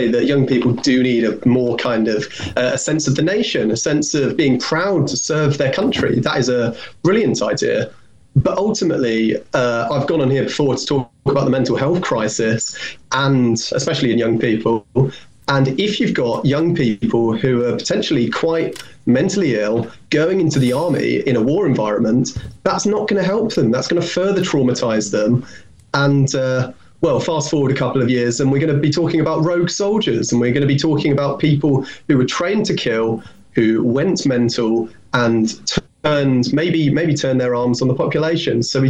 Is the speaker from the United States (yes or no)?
no; United Kingdom; we're British, we're proud